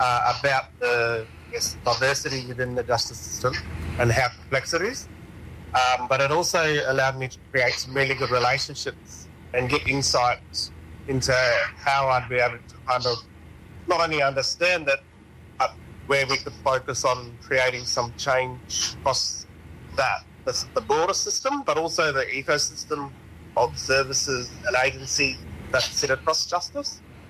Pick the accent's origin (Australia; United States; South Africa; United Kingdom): Australia; Port Hedland, Western Australia; born there; also born or lived in East Pilbara; I'm a Bunjuma man from the Silver, but I was born on Barada Country in Headland.